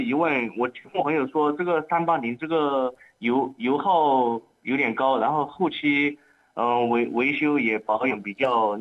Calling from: Yunnan, China; 我是云南这边的

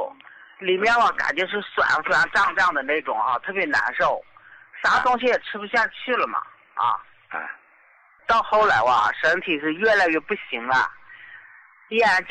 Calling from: Suzhou, Jiangsu, China; 啊，我是苏州的，我今年78了。

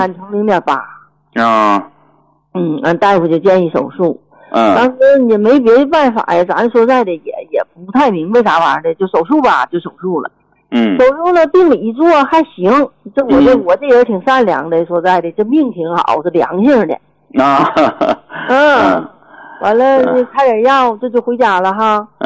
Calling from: Shenyang, Liaoning, China; 我家是沈阳的

